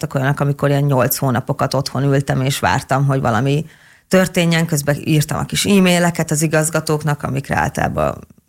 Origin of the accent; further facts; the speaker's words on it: Fehérgyarmat, Szabolcs-Szatmár-Bereg, Hungary; born there; Hát kezdjük az elejéről, Fehérgyarmaton születtem.